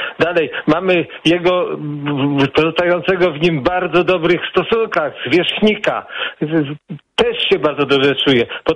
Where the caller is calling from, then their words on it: Płock, Masovian Voivodeship, Poland; ja mieszkam w Płocku, nie mieszkam w Monteverde, czy gdzieś tam w Mar-a-Lago. Mieszkam w Polsce Centralnej